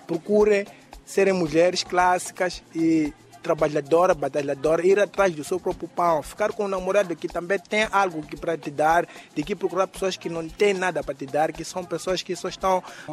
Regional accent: Matola, Maputo, Mozambique; aqui tenho 27 anos, sou daqui da Zada Matola.

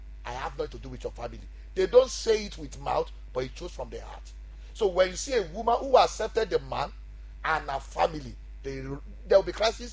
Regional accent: Ondo, Nigeria; in the southwest, in the state I came from Bondo State

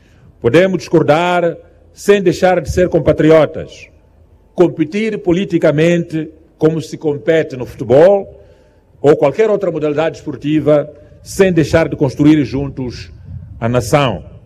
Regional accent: Mozambique; Nós, como moçambicanos, somos um povo unido do Rovuma ao Maputo, do Zumbo ao Índico.

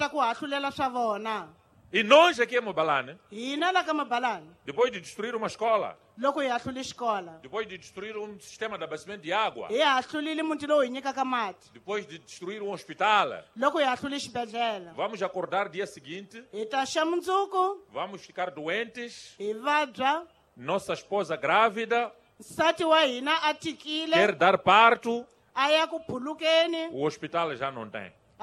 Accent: Mozambique

